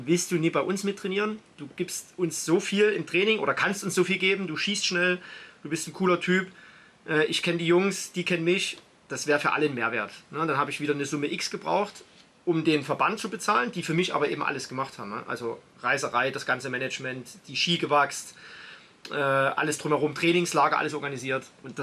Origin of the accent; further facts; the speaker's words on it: Belgium; ich bin als Belgier auf Nummer 1 ins Ziel gekommen